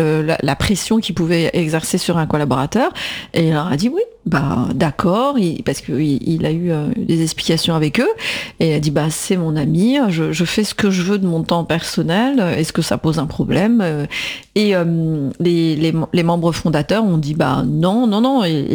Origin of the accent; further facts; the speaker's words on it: Argenteuil, Île-de-France, France; je suis accompagnée par un ami d'enfance, on a grandi ensemble à Argenteuil, Maître Amida.